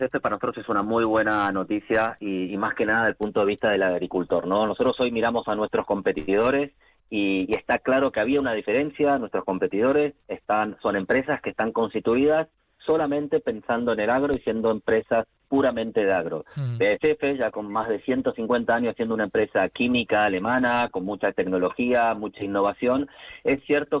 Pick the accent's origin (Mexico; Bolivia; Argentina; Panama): Argentina; now in Spain; como argentino, veo esas diferencias que hay aquí en España